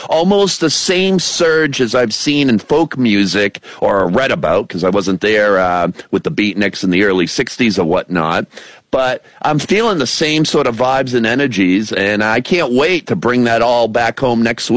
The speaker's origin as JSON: {"language": "English", "region": "Massachusetts", "country": "United States", "said": "I mean, I'm from Massachusetts, home of Abby Hoffman, Worcester and whatnot"}